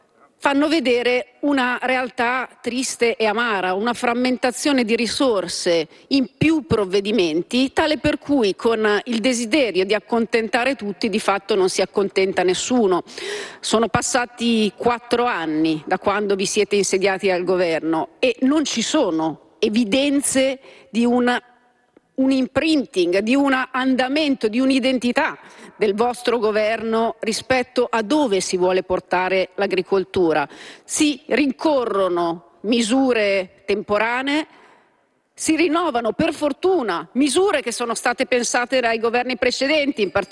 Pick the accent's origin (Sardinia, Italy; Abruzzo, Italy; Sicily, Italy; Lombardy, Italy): Lombardy, Italy; io vengo dalla Lombardia